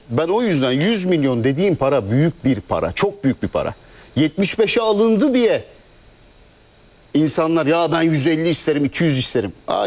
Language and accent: Turkish; Alaşehir, Manisa, Turkey; Alaşehirli.